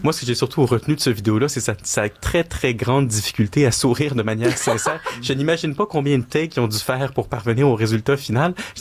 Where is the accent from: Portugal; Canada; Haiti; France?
Canada; Quebec; si on est un francophone québécois